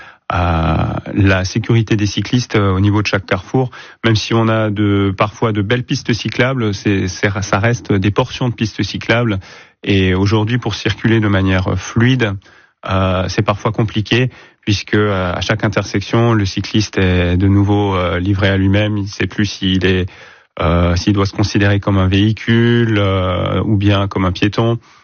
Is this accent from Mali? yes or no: no; Sélestat, Grand Est, France; J'ai grandi moi-même à Célestat